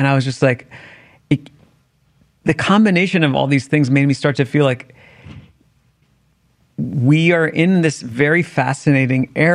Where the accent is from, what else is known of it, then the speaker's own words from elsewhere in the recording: Washington, District of Columbia, United States; I was growing up in Washington, D.C., where you kind of can't tune that stuff